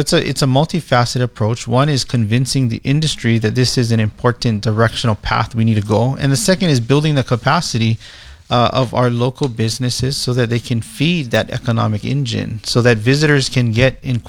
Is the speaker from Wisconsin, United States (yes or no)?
no; Hawaii, United States; Our identity as a Hawaiian people, as a culture, as a place is shifting.